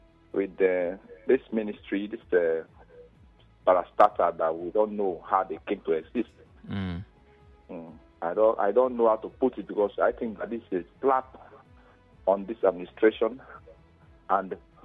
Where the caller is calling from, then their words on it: Bori, Rivers, Nigeria; I'm calling from Bori.